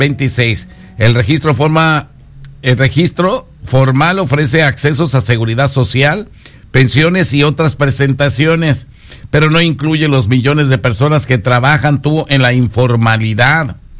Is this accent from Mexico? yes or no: yes; Mexico